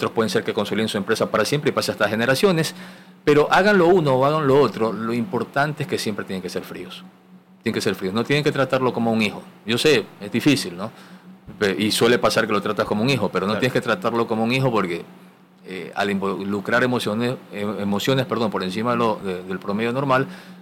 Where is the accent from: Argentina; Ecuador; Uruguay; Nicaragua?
Ecuador; como ecuatorianos y como latinoamericanos